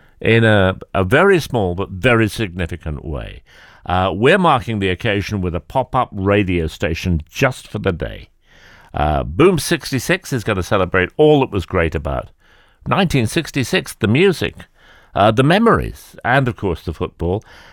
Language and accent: English; United Kingdom; Oh, we can, of course we can, because we're British.